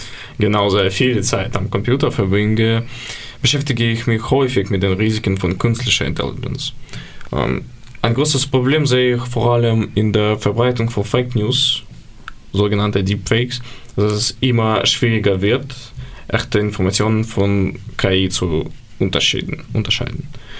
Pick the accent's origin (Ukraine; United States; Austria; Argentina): Ukraine; German is a second language; now in Nordhausen, Germany; Ich komme aus der Ukraine. Seit 4 Jahren wohne ich in Deutschland, Stadt Nordhausen.